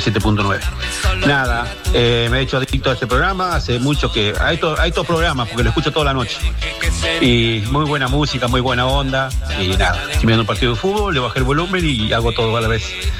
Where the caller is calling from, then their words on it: General Pico, La Pampa, Argentina; de General Pico, La Pampa.